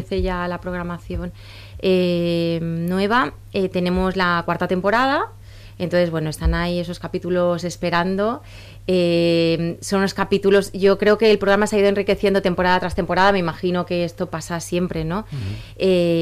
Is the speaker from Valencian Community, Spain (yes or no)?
no; Mallorca, Balearic Islands, Spain; yo soy mallorquina